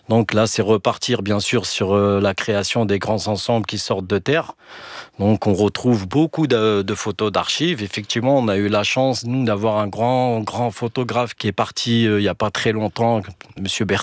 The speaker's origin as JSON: {"language": "French", "town": "Mantes-la-Jolie", "region": "Île-de-France", "country": "France", "said": "Comme vous le rappelez, on vient des Yvelines."}